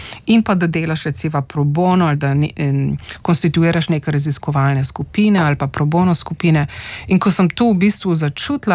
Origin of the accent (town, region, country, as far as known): Postojna, Littoral–Inner Carniola, Slovenia; born or raised there